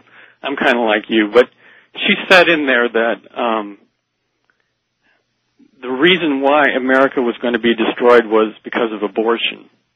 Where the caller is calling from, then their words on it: Iowa, United States; from Iowa.